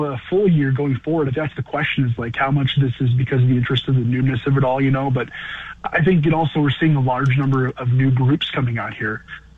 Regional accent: North Dakota, United States; We live here, grew up here

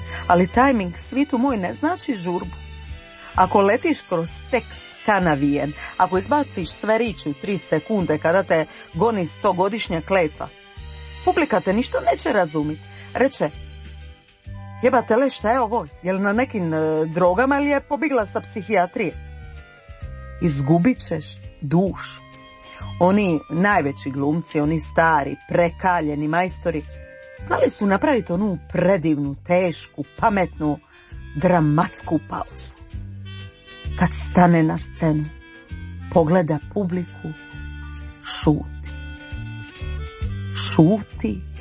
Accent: Split, Split-Dalmatia County, Croatia

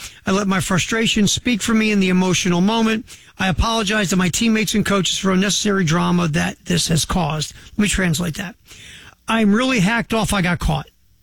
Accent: Baltimore, Maryland, United States; Maybe it's paranoia, maybe it's growing up in Baltimore

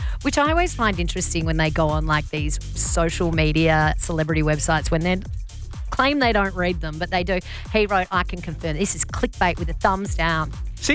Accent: Australia; And I said, well, you know, I'm from Australia.

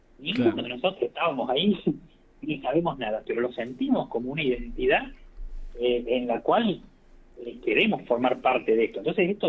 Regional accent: Argentina; cuando se trata de la selección y de que juega Argentina, somos todos argentinos, somos los 50 millones de argentinos

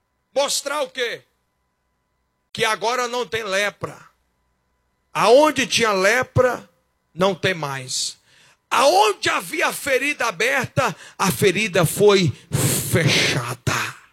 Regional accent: Goiás, Brazil; Tem um ditado popular lá pro Goiás, eu sou goiano, não sei para cá

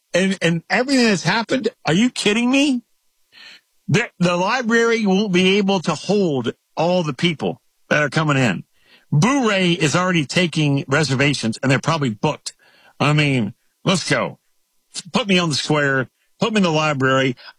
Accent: Folsom, Louisiana, United States; Again, I'm from Folsom, Louisiana.

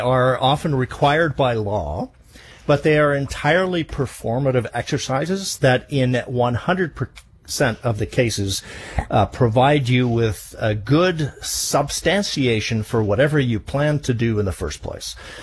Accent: British Columbia, Canada; I grew up in British Columbia. It was quite clear to me then that very few benefits ever made it over the Rocky Mountains into British Columbia from the big money pot in Ottawa.

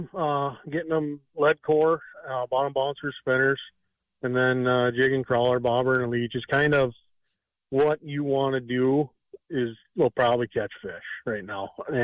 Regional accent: Minnesota, United States; now in Alexandria, United States; And growing up on Sauk Lake there, we bass fishing was more of our thing. And moving to Alec, I was still a bass fisherman

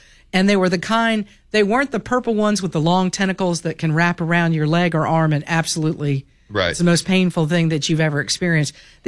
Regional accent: Florida, United States; That was my experience, too, growing up in South Florida.

